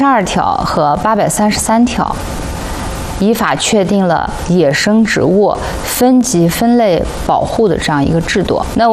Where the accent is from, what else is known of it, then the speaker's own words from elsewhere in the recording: Xinjiang, China; 我们新疆 人俗称的红柳